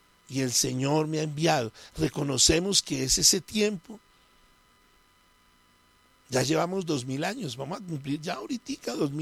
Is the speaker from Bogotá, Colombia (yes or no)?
yes; Bogotá, Colombia; moved away; como uno es medio cachaco, y aunque me la he pasado siempre, me decían ahora que de dónde, no, yo soy bogotano, pero me la he pasado casi siempre en tierra caliente